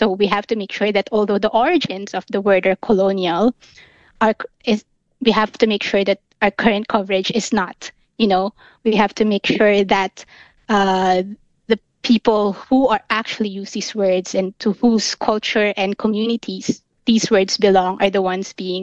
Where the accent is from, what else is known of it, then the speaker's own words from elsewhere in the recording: Philippines; So I'm from the Philippines, and we became English speakers because my country was an American colony for a time.